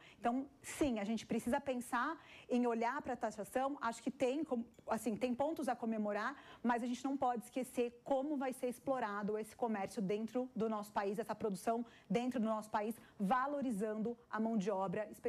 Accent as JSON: {"language": "Portuguese", "country": "Brazil", "said": "Nós, enquanto brasileiras e brasileiros"}